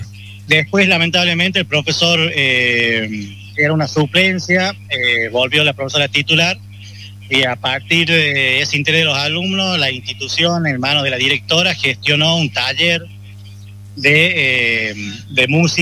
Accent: Chilecito, La Rioja, Argentina; Yo soy de Chilecito, pero trabajo hace 16 años en el colegio secundario de Pituil.

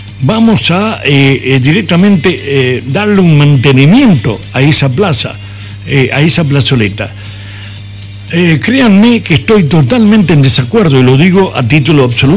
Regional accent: La Rioja, Argentina; a mí me pesa como riojano

